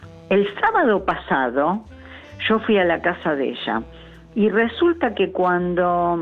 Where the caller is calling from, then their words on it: Lanús, Buenos Aires Province, Argentina; yo vivo en Lanús